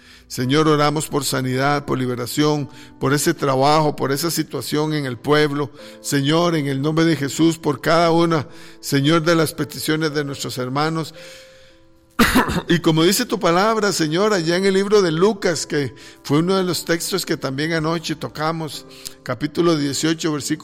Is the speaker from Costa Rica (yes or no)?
yes; San Pedro de Montes de Oca, San José, Costa Rica; Soy de San Pedro de Montedioca.